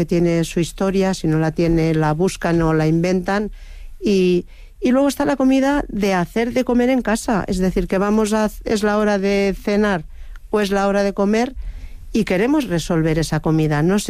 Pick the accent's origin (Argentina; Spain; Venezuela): Spain; Lleida, Catalonia; Yo soy de Lleida, entonces el día que hay un nubarrón ya estamos preparando las bolsas y las botas para ir a por caracoles.